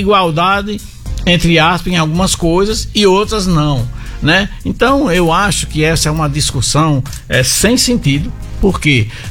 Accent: Acajutiba, Bahia, Brazil; born there; moved away as an adult; also born or lived in Rodolfo Fernandes / Natal; now in Mossoró, Brazil; Eu nasci na cidade de Acajutiba, na Bahia.

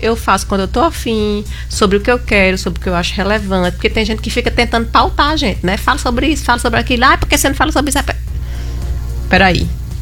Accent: Northeast Brazil, Brazil; nós nordestinos, graças a Deus, estamos nos assumindo.

